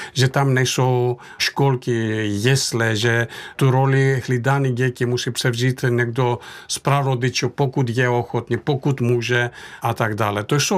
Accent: Thessaly, Greece; now in Czech Republic

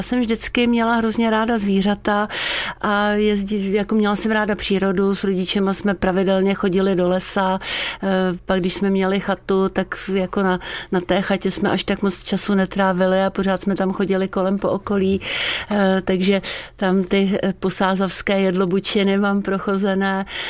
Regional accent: Prague, Czechia; narodila jsem se v Praze, jsem Pražák tělem i duší, v Praze jsem byla i vzdělávána

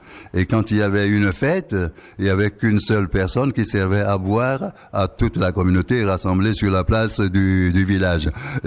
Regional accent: Togo; Je n'ai jamais vu ça chez moi au Togo.

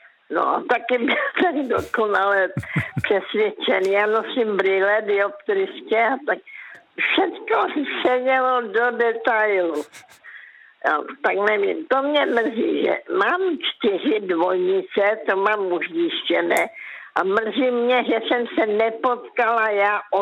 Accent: Karolinka, Zlín Region, Czechia

